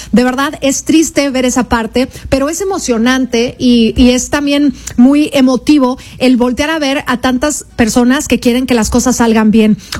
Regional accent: Mexico; me doy cuenta de lo que somos los mexicanos, de cómo valoran México y todo lo que conlleva el ser mexicano

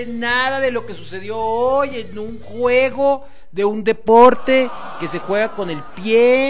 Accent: Mexico; soy mexicano

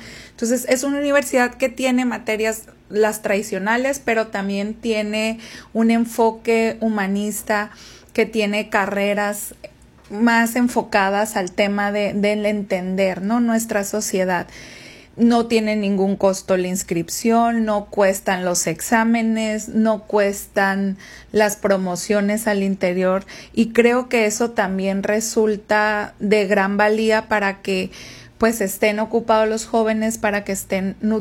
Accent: Sinaloa, Mexico

